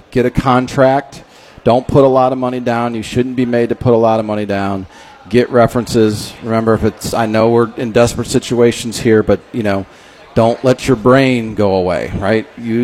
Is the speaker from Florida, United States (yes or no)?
no; Indiana, United States; Yeah, I'm from Lake County.